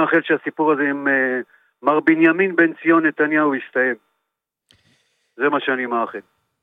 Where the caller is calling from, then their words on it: Rishon LeZion, Central District, Israel; מראשון לציון.